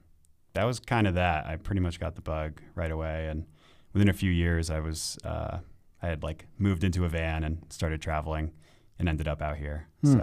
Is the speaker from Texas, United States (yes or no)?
no; New Jersey, United States; moved away; I'm from New Jersey.